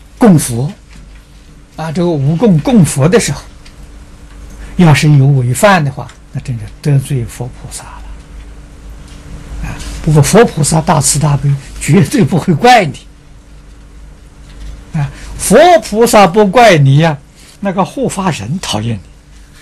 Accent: China; 这一点我们中国人不如外国人啊！

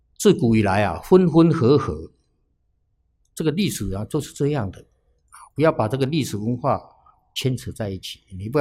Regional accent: Taiwan; 所以我们住在台湾的人啊，比较背叛祖宗

